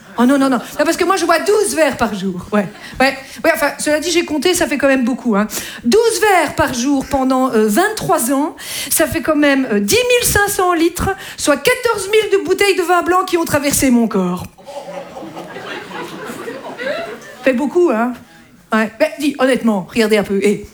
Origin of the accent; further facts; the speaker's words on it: Belgium; oui je suis belge aussi, oui. Je sais, c'est pas facile. Oui, j'ai toujours eu le chic d'habiter dans ce pays magnifique